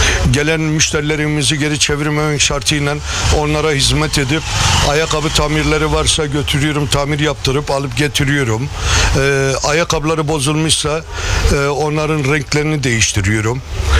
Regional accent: Ağrı, Ağrı Province, Turkey; also born or lived in Ankara; now in Aydın, Turkey; Benim aslen memleketim Ağrı. Ağrı'dan Ankara'ya geldik, Ankara'dan da buraya geldik. 77'den beri buradayız.

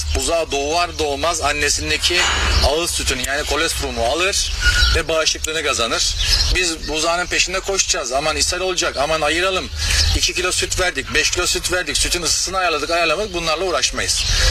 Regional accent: Aydın, Turkey; also born or lived in Istanbul; Uzun süreler İstanbul'da görev yaptım. Aslen Aydınlıyım. Aydın'a yerleştim, geldim.

